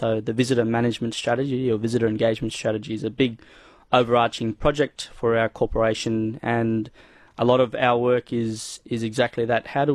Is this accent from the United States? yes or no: no; Western Australia, Australia; This is the home of the Wurundjeri people. We are the Wurundjeri people. Our clan group sits within the Wurundjeri eastern end of the Willingen native title. We come from the Gulliyumba and the Baladangadi.